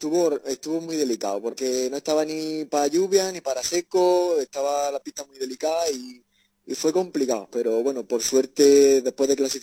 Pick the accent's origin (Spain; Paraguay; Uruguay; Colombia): Spain; Beas de Segura, Andalusia; del ayuntamiento de mi pueblo, de Beas de Segura